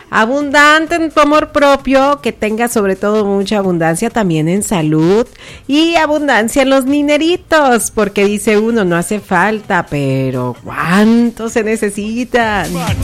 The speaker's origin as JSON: {"language": "Spanish", "country": "Mexico", "said": "Así somos los mexicanos"}